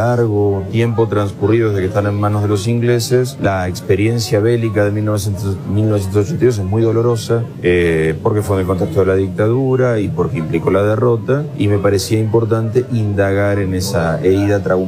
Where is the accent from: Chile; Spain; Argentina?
Argentina; es un tema que en mi país, Argentina, es un tema muy importante.